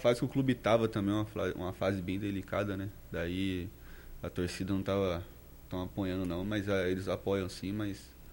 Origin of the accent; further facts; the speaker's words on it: Carapicuíba, São Paulo, Brazil; Nasci em Carapicuíba.